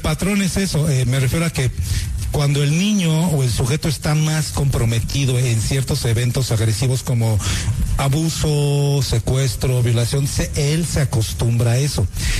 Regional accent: Ecatepec, State of Mexico, Mexico; Somos de Catepec.

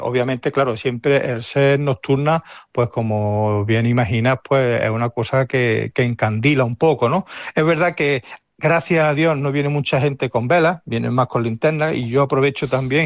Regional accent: Archidona, Andalusia, Spain; a la gente de Archidona, a nosotros, a los vecinos, pues cuando, sobre todo cuando hemos vivido fuera

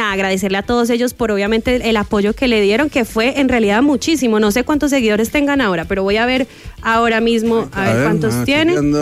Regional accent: Medellín, Antioquia, Colombia; Sobre todo en la zona de Antioquia, que es de donde yo soy. Yo soy de Medellín específicamente.

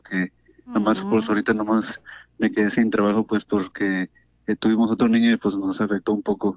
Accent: Jalisco, Mexico; now in Santa Ana, United States; Yo soy de aquí, de Santana, pero yo soy de Jalisco.

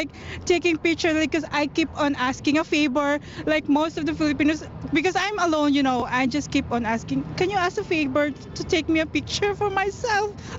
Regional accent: Edmonton, Alberta, Canada; All the way from Edmonton.

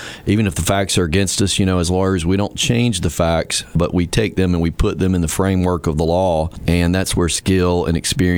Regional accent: United States; I grew up in Red Bank area.

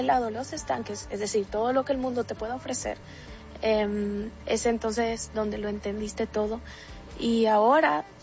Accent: El Salvador; soy salvadoreña y tengo 19 años de edad.

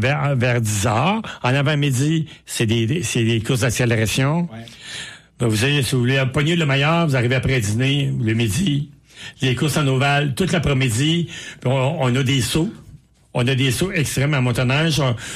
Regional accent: Victoriaville, Quebec, Canada; Je viens de Victoriaville

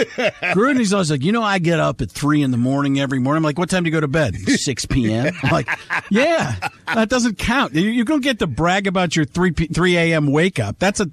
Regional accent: Milwaukee, Wisconsin, United States; So not my hometown. I grew up in Milwaukee

